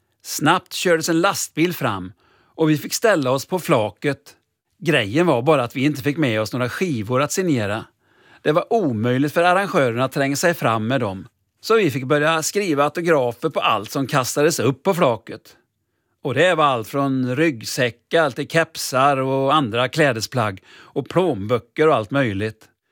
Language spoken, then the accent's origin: Swedish; Mariestad, Västra Götaland County, Sweden; Och vi började i Mariestad, min hemstad.